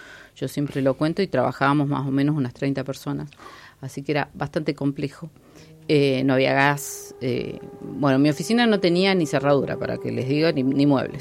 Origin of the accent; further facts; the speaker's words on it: General Roca, Río Negro, Argentina; now in Cipolletti, Argentina; En General Roca, soy